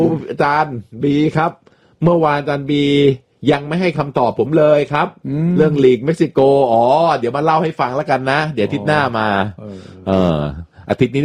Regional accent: Southern Thailand, Thailand; เดี๋ยวผมช็อกนะครับผมคนใต้ด้วย

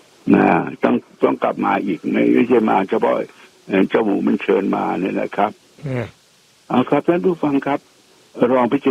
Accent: Chiang Rai, Thailand; ที่ผมตกใจบ้านผมอยู่เชียงรายนะครับแต่มะเขือเทศทำให้เชียงรายมันหวาน

